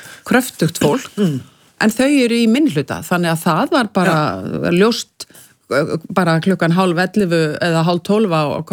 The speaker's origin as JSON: {"language": "Icelandic", "town": "Reykjavík", "region": "Capital Region", "country": "Iceland", "tie": "born or raised there", "said": "en ég uppalinn í Reykjavík, skólagangan var hérna í Breiðholtinu sko"}